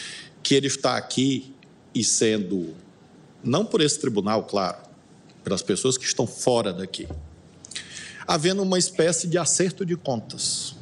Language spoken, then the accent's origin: Portuguese; Brazil; me incomoda como brasileiro e como magistrado, magistrado desse tribunal